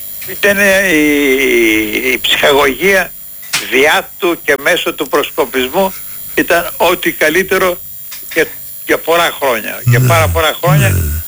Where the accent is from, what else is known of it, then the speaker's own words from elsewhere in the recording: Athens, Attica, Greece; Σε εξοχή μεγαλώσαμε σχεδόν στην Αθήνα, σε προάστια που μέναμε.